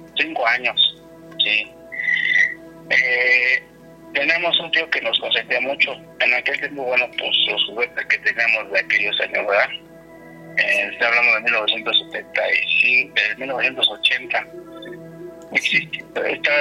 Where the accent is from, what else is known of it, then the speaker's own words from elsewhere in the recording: Tepito, Mexico City, Mexico; Mi abuelito nos llevaba a las luchas aquí a la colisa, pero nosotros somos aquí de Tepito.